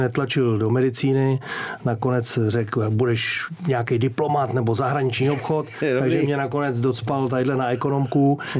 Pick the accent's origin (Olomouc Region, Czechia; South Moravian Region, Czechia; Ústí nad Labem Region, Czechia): Ústí nad Labem Region, Czechia; Litvínov; born there